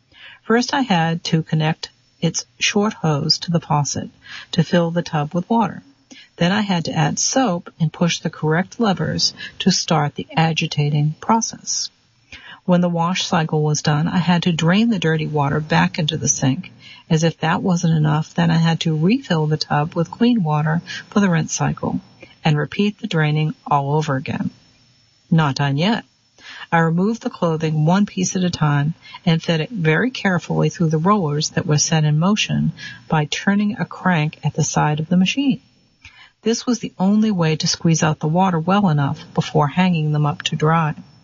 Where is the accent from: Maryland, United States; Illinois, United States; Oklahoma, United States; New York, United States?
New York, United States; Mount Vernon; were always as close as could be and were referred to in our neighborhood in Mount Vernon, New York, as the Irish twins.